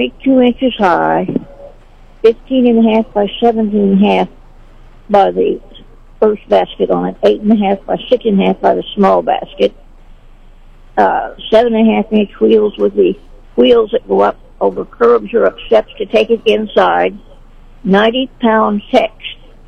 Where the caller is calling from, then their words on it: Sedalia, Missouri, United States; I'm from Sedalia